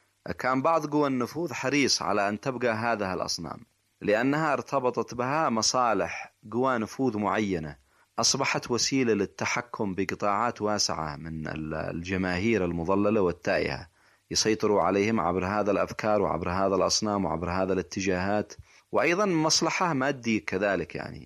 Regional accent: Yemen; نحن لا نلغي مسألة أن نكون شعب، إحنا شعب يمني بالتأكيد

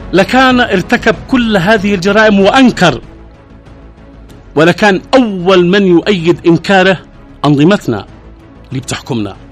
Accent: Yemen; احنا يمنيين، احنا حرار، احنا فينا الغيرة، فينا النخوة والشجاعة والبسالة

